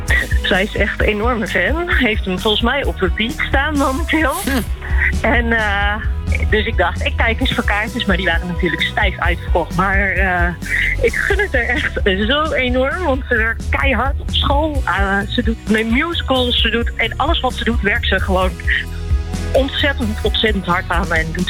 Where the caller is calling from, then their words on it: Baambrugge, Utrecht, Netherlands; ik woon in Baanbrugge.